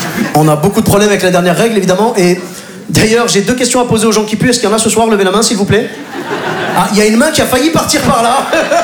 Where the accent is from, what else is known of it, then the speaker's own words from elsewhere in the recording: Morocco; Je suis originaire du Maghreb, du Maroc plus précisément.